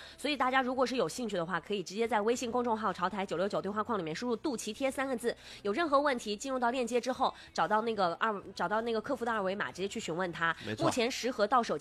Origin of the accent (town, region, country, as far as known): China